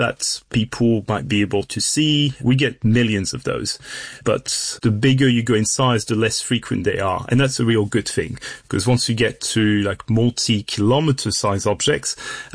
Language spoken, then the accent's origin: English; France; English is a second language; moved away as an adult; now in Australia; I'm originally from France and moved over to Australia to join a program called the Desert Fireball Network.